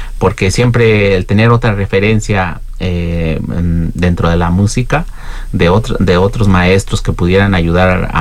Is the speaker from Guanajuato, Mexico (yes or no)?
yes; San Felipe, Guanajuato, Mexico; born there; soy de San Felipe.